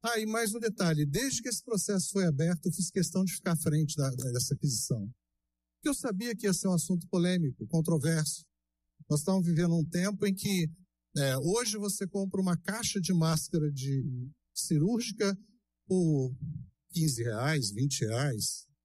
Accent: Volta Redonda, Rio de Janeiro, Brazil; moved away as an adult; also born or lived in Brasília; now in Silvânia, Brazil; eu sou de Volta Redonda, estado do Rio. Eu fiz medicina veterinária na Universidade Federal Rural do Rio de Janeiro. Me formei em 1979, fui para Brasília

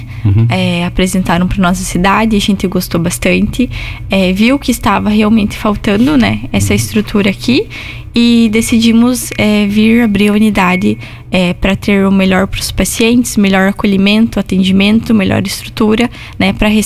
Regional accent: Pranchita, Paraná, Brazil; moved away; Sou de Pranchita.

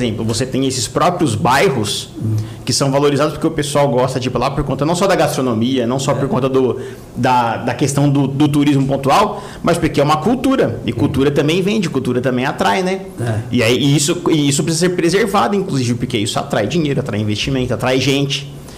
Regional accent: São Paulo, Brazil; moved away as an adult; now in Morungaba, Brazil; Então, nasci e cresci na Penha.

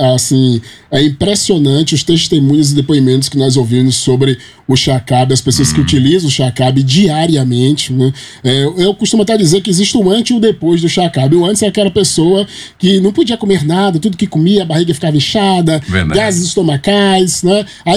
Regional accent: Bahia, Brazil; sou da Bahia

